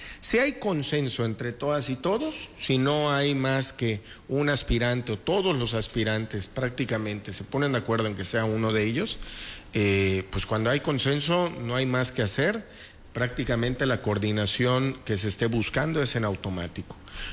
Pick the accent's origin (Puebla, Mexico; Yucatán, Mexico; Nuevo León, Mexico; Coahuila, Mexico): Yucatán, Mexico; ¿Dónde entramos como yucatecos?